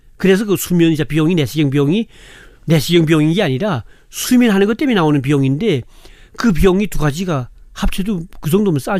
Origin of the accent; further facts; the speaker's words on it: North Korea; now in South Korea; 우리 탈북자분들이